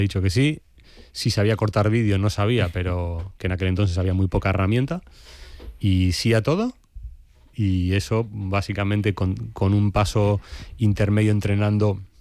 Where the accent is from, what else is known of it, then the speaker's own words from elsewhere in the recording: Argentina; now in Gandía, Spain; Muy simple, inmigrante. Vine de Argentina en 2002. Uh-huh. y mi historia con el fútbol, habiendo jugado toda la vida, uh-huh, empieza en Gandía.